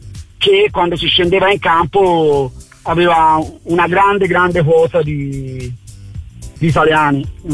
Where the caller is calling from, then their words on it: Florence, Tuscany, Italy; sono fiorentino